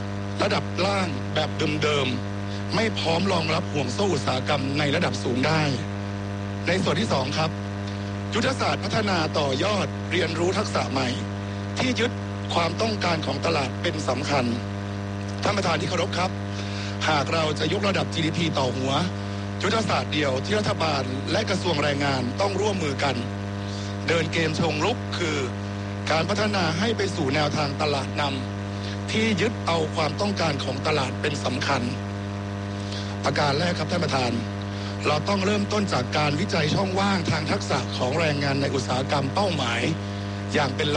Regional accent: Kalasin, Thailand; ผมเองเป็นคนกาฬสินธุ์เกิดที่จังหวัดกาฬสินธุ์โตที่กาฬสินธุ์

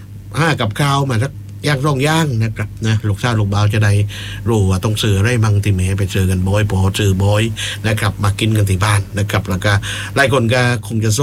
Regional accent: Phuket, Thailand

